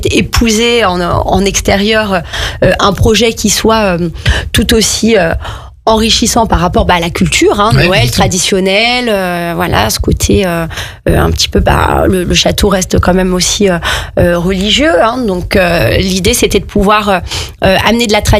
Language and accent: French; Annecy, Auvergne-Rhône-Alpes, France; je suis native d'Annecy, donc j'habite vraiment pas loin du château.